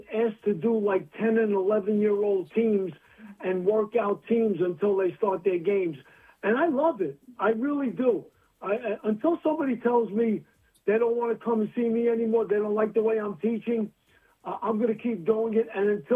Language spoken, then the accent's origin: English; New York City, New York, United States; also born or lived in Middle Village, Queens; I was from Brooklyn, but I lived in Middle Village, which is right next door.